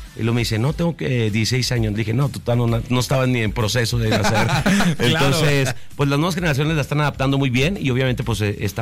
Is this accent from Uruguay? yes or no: no; Chihuahua, Mexico; moved away as an adult; now in Mexico City, Mexico; Yo me vine a la Ciudad de México a los 18 años, emigré de Chihuahua para acá, para la Ciudad de México.